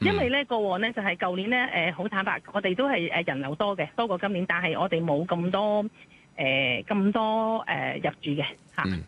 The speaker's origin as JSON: {"language": "Cantonese", "country": "Hong Kong", "said": "我哋香港人都好開心"}